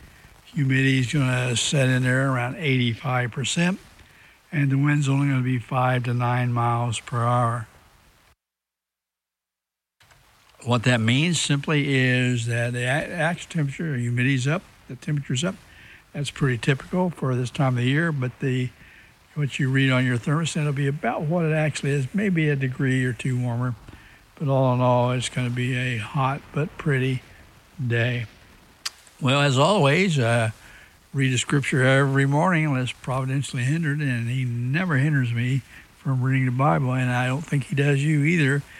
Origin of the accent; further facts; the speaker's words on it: United States; born there; I was born in America.